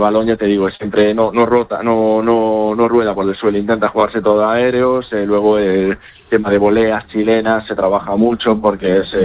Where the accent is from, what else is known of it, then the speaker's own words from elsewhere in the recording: Galicia, Spain; now in Córdoba, Spain; hay mucho gallego, yo soy de Galicia y me traigo mucho chico gallego de aquí también